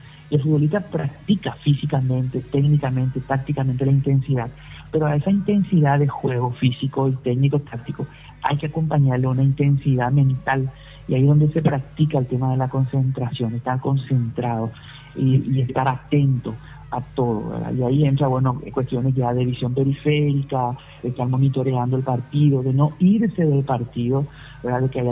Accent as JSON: {"language": "Spanish", "country": "Paraguay"}